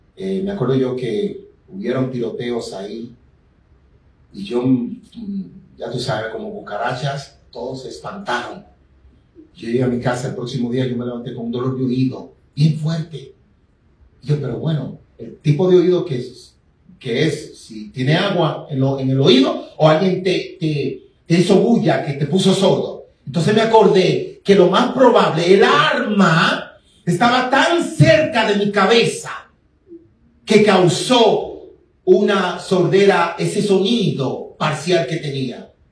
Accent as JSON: {"language": "Spanish", "country": "Dominican Republic", "said": "siendo dominicano"}